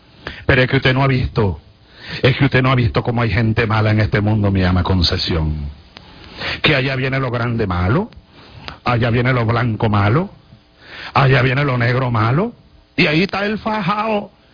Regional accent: Barinas, Venezuela; De un poeta de mi tierra llanera, de Barinas

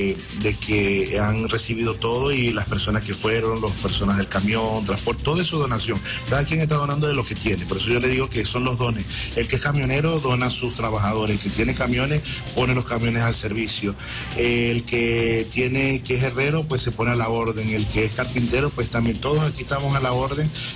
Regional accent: Venezuela; trabajo arduo que nos espera como venezolanos, cada quien dando su granito de arena en medio de las adversidades

